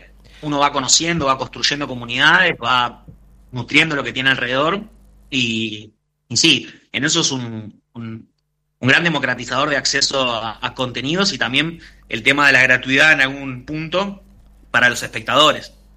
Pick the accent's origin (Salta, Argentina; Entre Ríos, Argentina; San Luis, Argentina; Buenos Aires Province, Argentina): Buenos Aires Province, Argentina; yo al menos vengo, soy de Buenos Aires, pero yo soy de la zona sur de la provincia de Buenos Aires, vengo con un origen bastante precario, y en mi casa, hasta que tuve 12, 13 años, no había internet